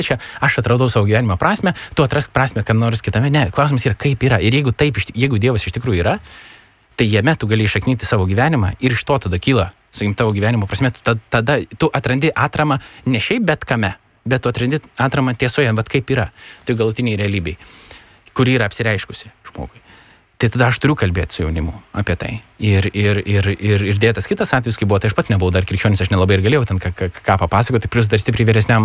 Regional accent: Mažeikiai, Telšiai County, Lithuania; mano gimtajame mieste Mažeikius

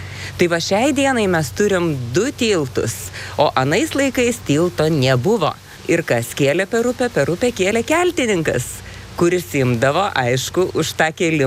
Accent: Telšiai, Telšiai County, Lithuania; accent: Samogitian; now in Tryškiai, Lithuania; aš esu grįna žemaitė. Aš esu iš Žemaitėjų susins iš Telšių.

